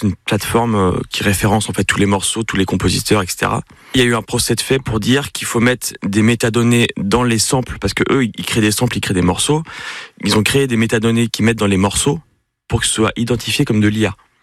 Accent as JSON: {"language": "French", "town": "Parthenay", "region": "Nouvelle-Aquitaine", "country": "France", "tie": "born or raised there", "lives_now": "Poitiers, France", "said": "En fait j'ai grandi à Parthenay, je suis venu ici pour les études et je suis resté ici"}